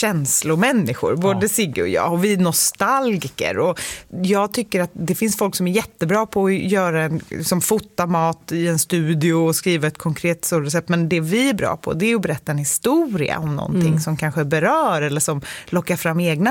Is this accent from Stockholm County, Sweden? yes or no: yes; Gladökvarn, Stockholm County, Sweden; på mammas landställe där vi växte upp i Gladekvarn.